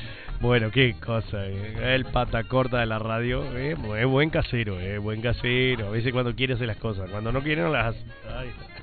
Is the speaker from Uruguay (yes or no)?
yes; Paysandú, Uruguay